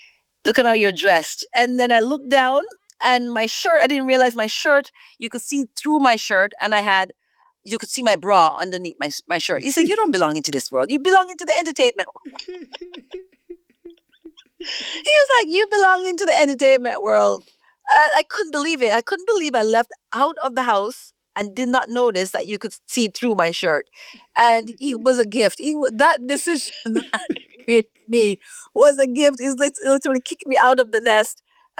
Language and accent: English; Jamaica; moved away as an adult; now in Toronto, Canada; I was growing up in Jamaica